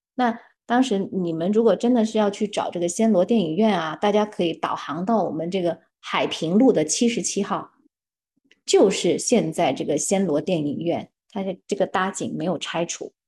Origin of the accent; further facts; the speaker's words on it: Guangdong, China; 我们广东人哈，就具体到潮汕